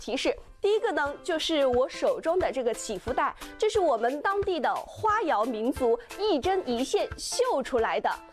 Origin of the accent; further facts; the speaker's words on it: Hunan, China; 适合我们湖南人的